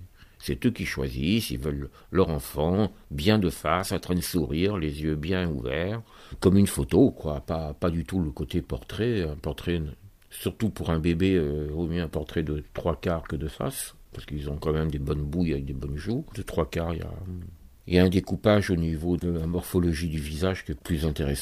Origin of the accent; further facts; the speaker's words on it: Royan, Nouvelle-Aquitaine, France; born there; à part que moi, c'est au bord de mer, à Royan, justement. Ça me permet de retrouver ma ville natale